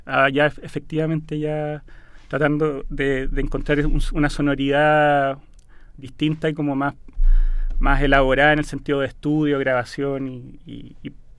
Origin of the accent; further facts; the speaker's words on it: Chile; En el fondo, igual somos una banda súper chilena, somos todos chilenos, no renegamos de eso, pero sí tenemos antecedentes familiares de otros países